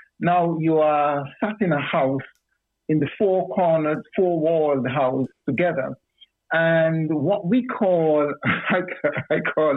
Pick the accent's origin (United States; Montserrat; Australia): Montserrat; I'm from Montserrat.